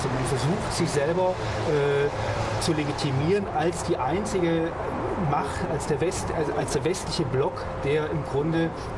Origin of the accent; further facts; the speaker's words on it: Germany; also ich als Deutsche